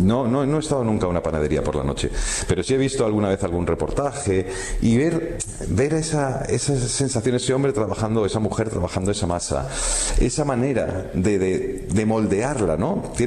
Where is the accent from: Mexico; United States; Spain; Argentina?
Spain; Madrid, Community of Madrid; born there